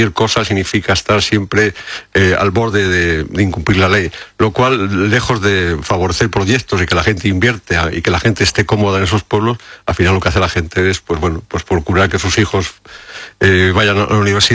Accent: Fermoselle, Castile and León, Spain; el barrio de mi pueblo, de Fermoselle, se llama Alto Santa Colomba

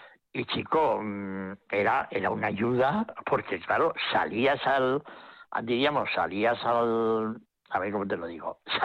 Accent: Vitoria, Basque Country, Spain; yo soy de Vitoria

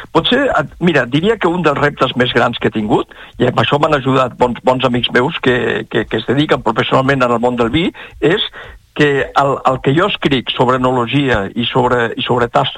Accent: Barcelona, Catalonia, Spain; born there; El meu pare era alemà i vaig néixer allà a Barcelona, em vaig educar a l'escola alemana, però tinc arrels als dos llocs.

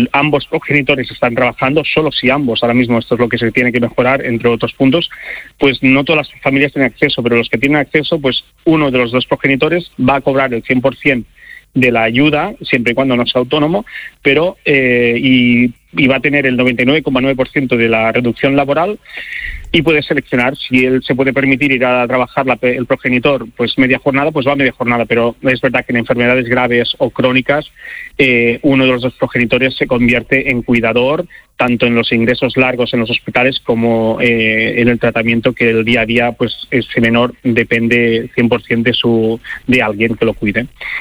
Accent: Catalonia, Spain; now in Barcelona, Spain

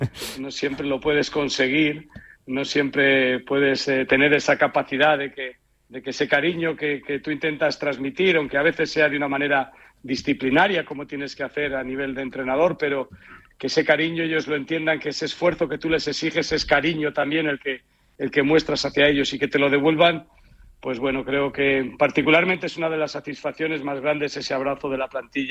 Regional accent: Castile, Spain; piensa que soy castellano y entonces creo que al final siempre es más fácil sentir un poco pues este tipo de equipos que están en tu comunidad, ¿no?

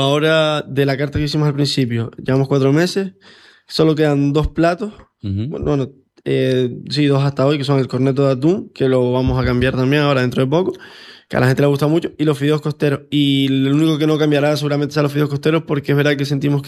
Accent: Canary Islands, Spain; todos somos canarios

